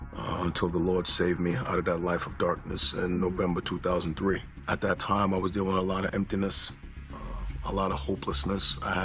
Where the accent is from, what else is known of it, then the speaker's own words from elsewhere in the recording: New York City, New York, United States; Born and raised in Queens, New York. Parents from Trinidad. I was the first person in my family born in the U.S.